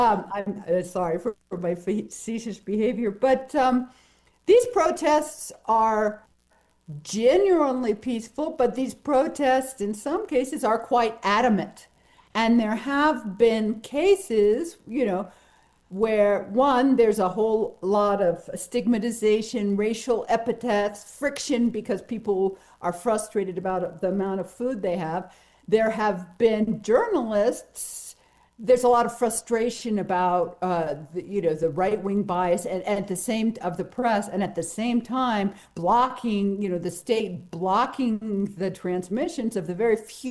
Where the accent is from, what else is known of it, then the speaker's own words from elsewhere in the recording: Virginia, United States; I'd like to share my solidarity because I am also from Virginia.